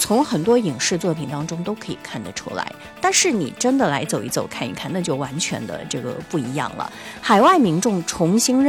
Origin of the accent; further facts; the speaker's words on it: China; 我们中国人也挺喜欢去看看